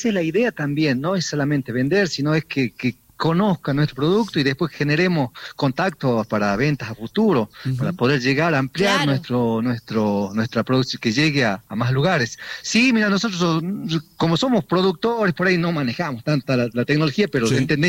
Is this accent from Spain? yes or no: no; Payogasta, Salta, Argentina; No, somos de Payogasta. Todos productores agropecuarios del pueblo y ahí zonas aledañas de Payogasta.